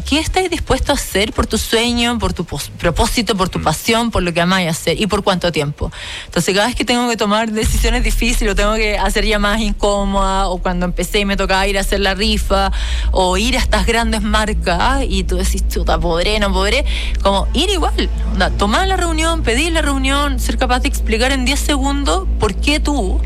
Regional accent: Chile

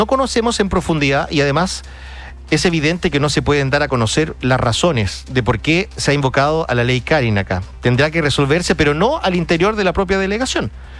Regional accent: Chile; Sí y no, porque somos chilenos

